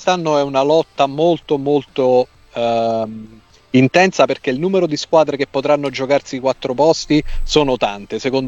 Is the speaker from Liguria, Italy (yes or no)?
no; Minturno, Lazio, Italy; io sono di Minturno